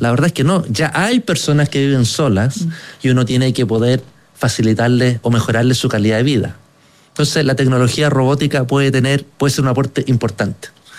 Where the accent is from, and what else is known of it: Chile